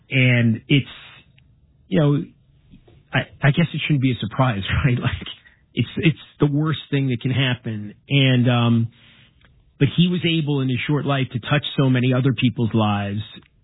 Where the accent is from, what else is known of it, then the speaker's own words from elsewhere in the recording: New York, United States; But yeah, as a New Yorker, being there that day, 5 miles away